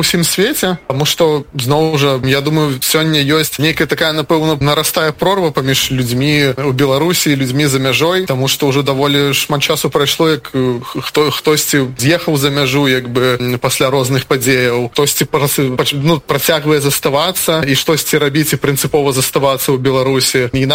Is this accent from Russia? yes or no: no; Belarus; да и мы, белорусы, по менталитете, как бы такие тихие некие.